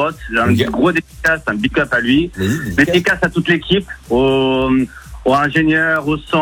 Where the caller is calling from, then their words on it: Grand Est, France; J'habite en Alsace.